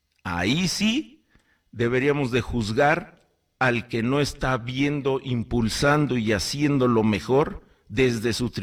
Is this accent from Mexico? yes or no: yes; Mexico; en las que podamos sentirnos orgullosos como mexicanos.